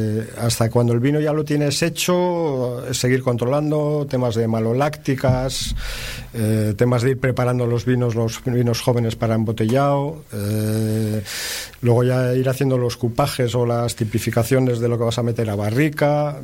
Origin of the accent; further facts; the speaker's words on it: San Sebastián, Basque Country, Spain; moved away as an adult; now in La Rioja, Spain; Yo soy de San Sebastián. Nacido en San Sebastián y hasta los 18 años en San Sebastián. Luego ya me fui a estudiar, claro, fuera.